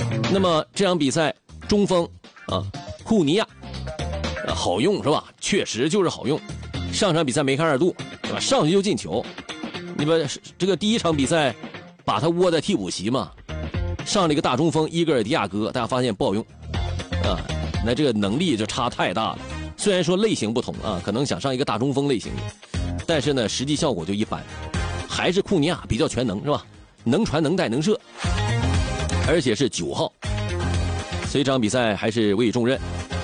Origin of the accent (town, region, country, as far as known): China